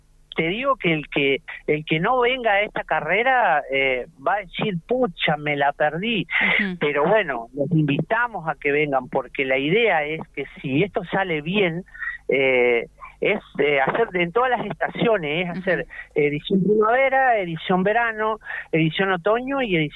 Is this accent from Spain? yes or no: no; Comandante Luis Piedrabuena, Santa Cruz, Argentina; La acreditación para todo lo que somos de Piedrabuena